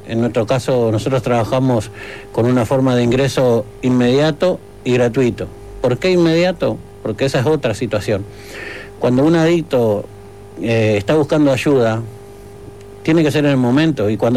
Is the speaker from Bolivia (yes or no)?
no; Argentina; moved away as an adult; now in Uruguay; yo soy argentino, vine de allá de Argentina, y cuando cumplí todo el proceso, digamos, estuve en Paysandú en una chacra, luego estuve en Montevideo